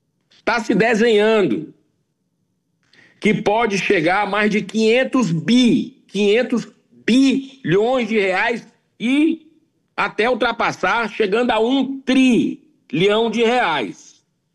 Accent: Ceará, Brazil; especialmente da minha terra da luz, do Ceará.

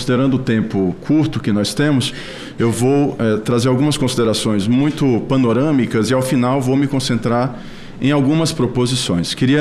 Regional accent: Ceará, Brazil; accent: Ceará accent; moved away as an adult; now in São Paulo, Brazil; Sou cearense, como algumas pessoas devem perceber, do sotaque imigrante no estado de São Paulo já há mais de 2 décadas.

